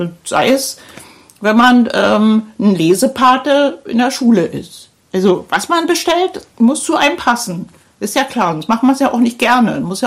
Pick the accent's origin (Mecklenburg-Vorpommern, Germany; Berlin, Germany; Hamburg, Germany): Berlin, Germany; wo ich so fasziniert bin als Berlinerin, weil in Berlin interessiert sich keiner für den anderen, der daneben anwohnt.